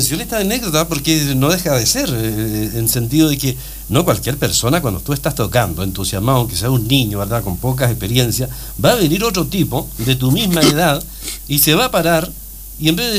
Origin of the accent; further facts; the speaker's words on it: Chile; cuánto o más chaqueteros somos los chilenos.